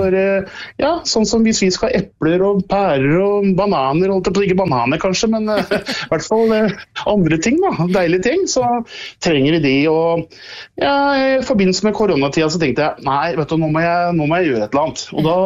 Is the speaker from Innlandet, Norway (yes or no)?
yes; Brøttum, Innlandet, Norway; born there; det begynte jo gjerne med noen små skirenn på det nysløperennet hjemme på Brøttum da.